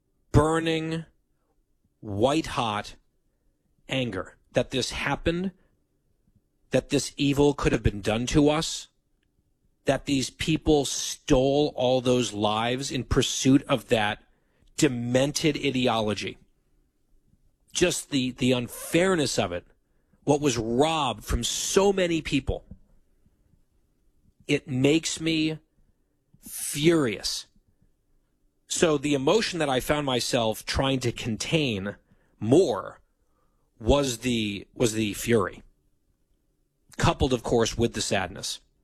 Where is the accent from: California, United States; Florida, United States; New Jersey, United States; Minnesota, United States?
New Jersey, United States; Ridgewood; I did search my hometown, Ridgewood, New Jersey. Ridgewood lost 11 people on 9/11.